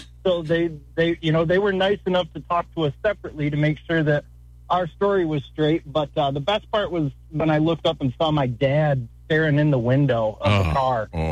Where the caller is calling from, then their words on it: Ionia, Michigan, United States; I'm from Ionia.